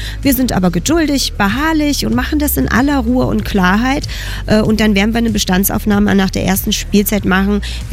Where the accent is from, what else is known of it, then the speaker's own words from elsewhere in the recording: East Germany, Germany; als Ostdeutsche natürlich einen gemeinsamen biografischen Herkunftsraum und auch einen Vergangenheitsraum teilen